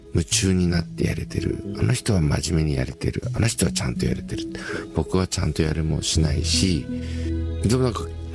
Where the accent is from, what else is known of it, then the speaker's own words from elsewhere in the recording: Hino, Tokyo, Japan; 僕の故郷の日野市